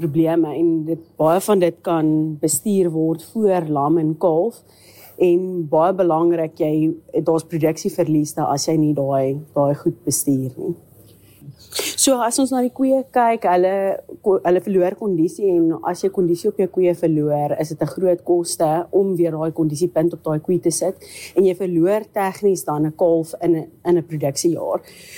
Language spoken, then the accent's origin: Afrikaans; Pretoria, Gauteng, South Africa; Nee, so Karen, ek kom van Pretoria af. Ek is gebore en getoe daar, al my universiteitsloopbaan, alles het ek daar gedoen.